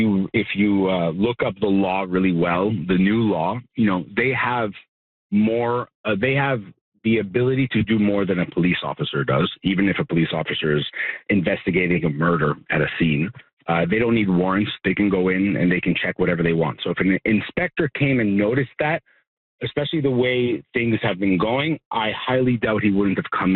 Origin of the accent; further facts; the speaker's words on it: Quebec, Canada; first language French; English is a second language; We believe that Quebec is a French province and French should be more predominant. I am Francophone. My first language is French.